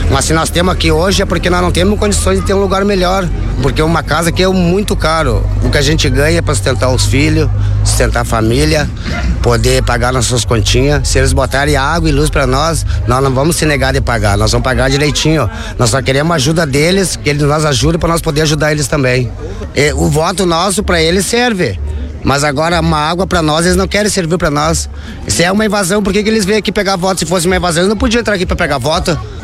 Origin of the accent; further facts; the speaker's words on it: Uruguaiana, Rio Grande do Sul, Brazil; eu vim lá da Uruguaiana, lá da fronteira.